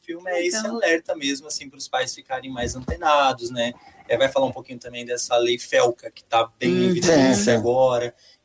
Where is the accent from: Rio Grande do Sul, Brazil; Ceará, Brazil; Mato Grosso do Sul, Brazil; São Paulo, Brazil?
Mato Grosso do Sul, Brazil; also born or lived in Dourados; o nosso Mato Grosso do Sul. Porque todo o meu currículo foi construído aqui. Que legal. É, desde onde eu nasci até onde eu estudei em Dourados.